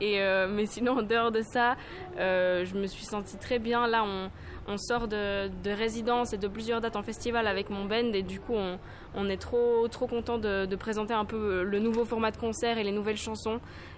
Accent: Lausanne, Vaud, Switzerland; Je viens de Lausanne en Suisse et j'ai 23 ans

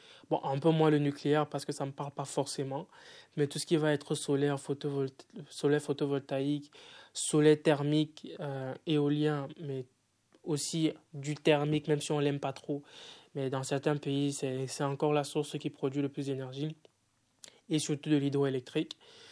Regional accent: Cameroon; moved away; also born or lived in Tunisia; je suis parti, j'ai quitté le Cameroun assez jeune et j'ai passé 4 ans en Tunisie.

